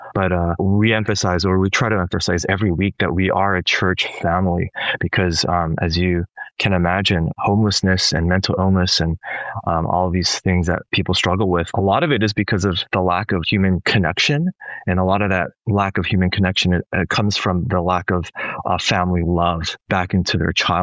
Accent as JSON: {"language": "English", "town": "North York", "region": "Ontario", "country": "Canada", "said": "I was, you know, I'm from North York."}